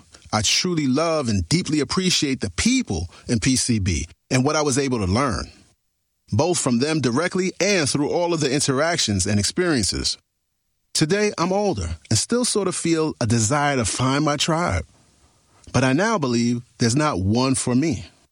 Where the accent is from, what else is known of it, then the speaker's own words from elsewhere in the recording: New York, United States; we're both from New York